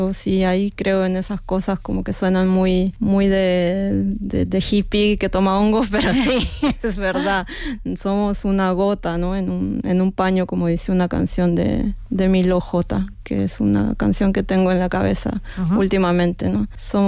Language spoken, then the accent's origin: Spanish; Norway; first language Norwegian; Spanish is a second language; noruego al principio, porque yo estaba escribiendo, tenía planes de publicar, de quedarme con la lengua, mi lengua materna, por lo menos escrita, porque dije, si no la voy a hablar